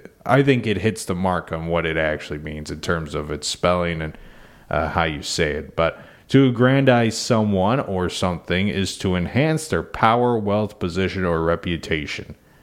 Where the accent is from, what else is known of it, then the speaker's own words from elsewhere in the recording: Illinois, United States; because that's what I grew up with in Illinois, is that girls tennis was a fall sport